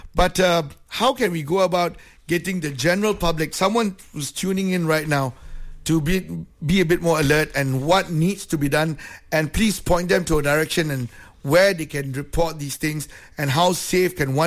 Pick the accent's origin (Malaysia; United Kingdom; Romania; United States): Malaysia; I think as a Malaysian, right, we've got so many channels here